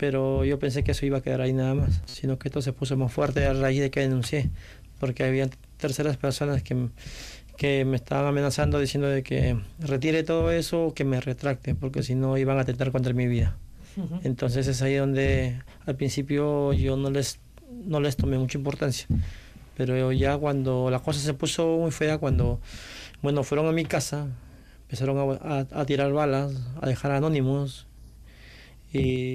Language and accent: Spanish; Lima, Peru; moved away as an adult; yo soy de Perú, ya de Lima, de la capital.